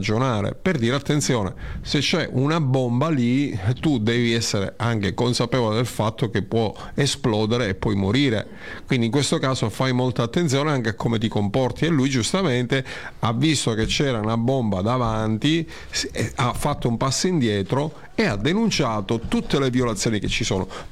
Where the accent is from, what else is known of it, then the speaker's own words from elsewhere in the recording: Sicily, Italy; io sono siciliano